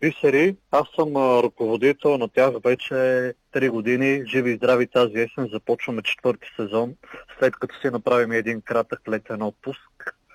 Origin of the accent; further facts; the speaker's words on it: Blagoevgrad, Blagoevgrad Province, Bulgaria; аз като техния ръководител съм от Благоевград